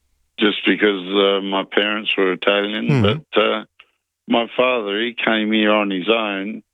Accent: Newcastle, New South Wales, Australia; born there; Because I was born in Newcastle

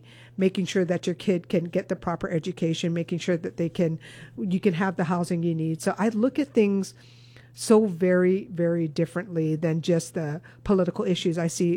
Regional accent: Mililani, Hawaii, United States; my hometown of Mililani or on my island.

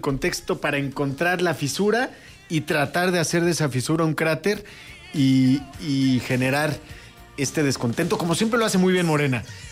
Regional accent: Mexico; podemos decir que en materia de seguridad hacemos las cosas mejores como mexicanos que los estadounidenses.

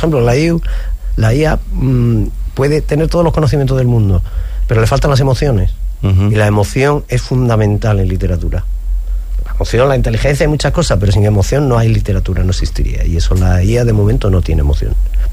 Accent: Asturias, Spain; now in Huelva, Spain

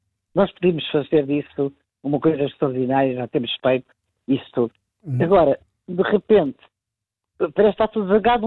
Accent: Portugal; born there; Nós temos uma pátria que tem uma língua, que é o português. Eu amo a minha pátria. É o sítio onde eu nasci, é o sítio onde eu vou morrer.

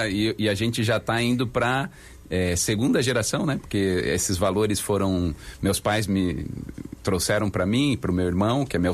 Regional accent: Piçarras, Santa Catarina, Brazil; now in São Francisco do Sul, Brazil; nós saímos de Piçarras como família há 34 anos atrás. E a gente está lá em São Francisco do Sul há 33 anos.

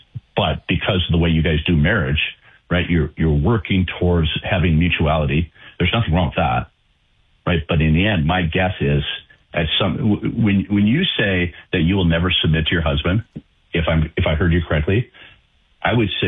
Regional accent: Minnesota, United States; also born or lived in Connecticut; now in North Dakota, United States; move back to the area where I grew up, I grew up in Minnesota, but back to North Dakota

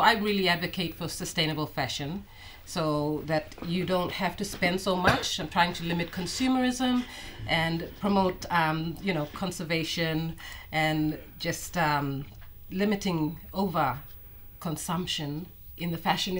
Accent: East Sepik, Papua New Guinea; I am from Sipik. So a lot of my Sipik background inspires a lot of my designs.

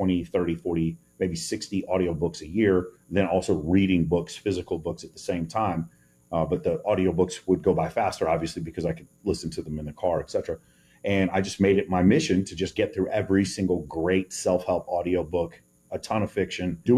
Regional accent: Dallas, Texas, United States; I'm from East Dallas. East Dallas is a very multicultural, it's mostly Hispanic part of town.

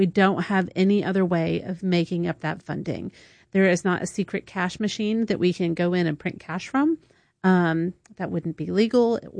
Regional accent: the South, United States; accent: Southern; it's probably my Southern accent

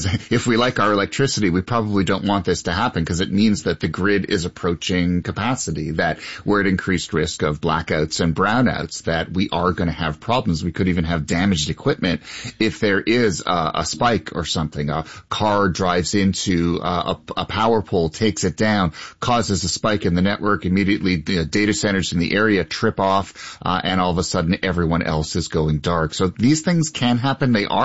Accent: Quebec, Canada; And you know, I come from Quebec. Obviously, hydro was a really big issue growing up

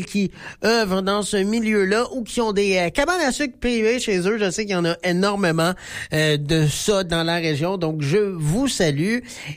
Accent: Quebec, Canada; en tant que Québécois

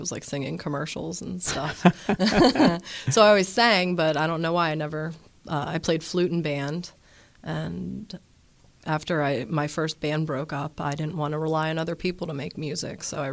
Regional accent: Knox, Pennsylvania, United States; also born or lived in Punxsutawney; I was born in Punxsutawney. And then when I was in middle school, we moved to Knox. And then I went to college at CUP. So small town, western PA.

